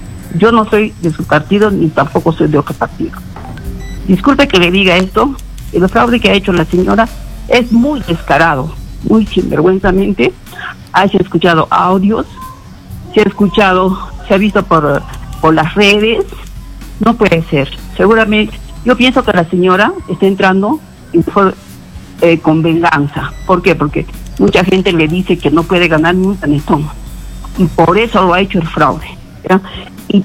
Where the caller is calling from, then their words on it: Puno, Peru; Yo llamo de Puno.